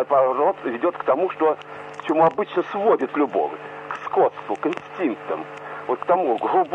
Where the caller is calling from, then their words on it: Volgograd, Volgograd Oblast, Russia; Я гость столицы из Сталинграда. Вчера приехал